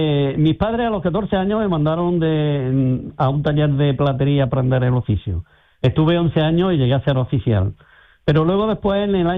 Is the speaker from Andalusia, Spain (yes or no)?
yes; Córdoba, Andalusia, Spain; porque yo vivo en Córdoba, soy de Córdoba.